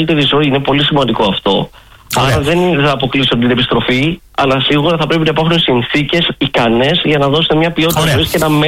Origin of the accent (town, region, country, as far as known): Greece; moved away as an adult; now in Malta